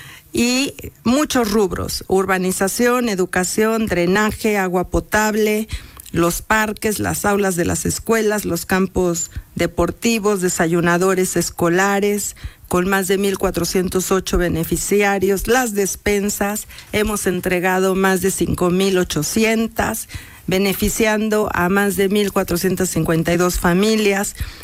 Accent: San Martín, Mexico; es mi casa. ¿No? Mi tierra.

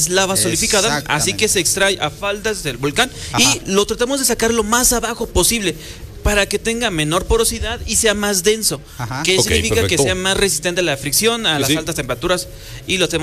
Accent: San Nicolás de los Ranchos, Puebla, Mexico; born or raised there

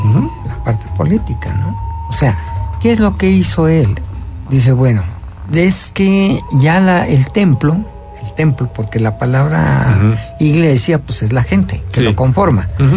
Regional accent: Mexico; Porque somos mexicanos.

